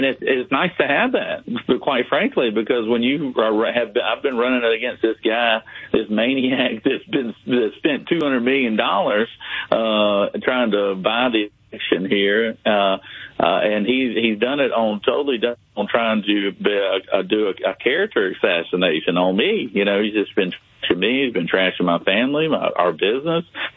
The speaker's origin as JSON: {"language": "English", "town": "Jackson", "region": "Georgia", "country": "United States", "tie": "born or raised there", "said": "it's here in my hometown in Jackson, Georgia."}